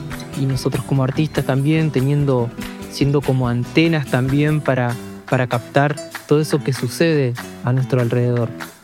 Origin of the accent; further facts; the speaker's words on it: General Ramírez, Entre Ríos, Argentina; now in Rosario, Argentina; músico y productor musical del litoral argentino. Crecí en un pueblito llamado General Ramírez de la provincia de Entre Ríos y actualmente vivo en la ciudad de Rosario.